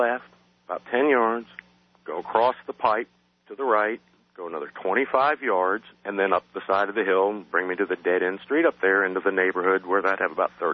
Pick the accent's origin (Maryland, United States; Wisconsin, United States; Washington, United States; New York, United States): New York, United States; I'm not scared of much, especially growing up in New York, all kinds of surprises.